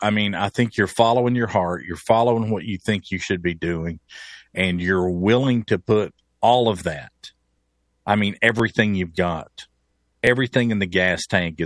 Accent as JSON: {"language": "English", "town": "Bristol", "region": "Tennessee", "country": "United States", "tie": "born or raised there", "said": "Yeah, well, I grew up in Bristol, Tennessee."}